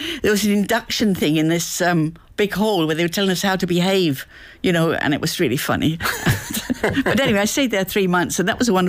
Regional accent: London, United Kingdom; accent: Cockney; now in Ireland; I'm trying to go away from that. I mean, my accent has improved, I think, since I've been in this wonderful country with the soft Irish lilt and everything.

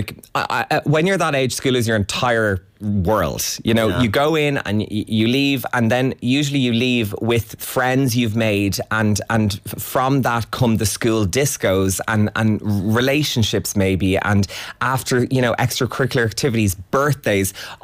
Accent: Dublin, Leinster, Ireland; So I'm from Churchtown, and our local shopping centre is Nutgrove.

